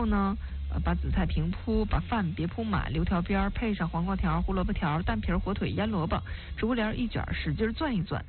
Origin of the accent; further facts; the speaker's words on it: Northeast China, China; 作为东北人啊，我觉得每个人都尝过这个味道吧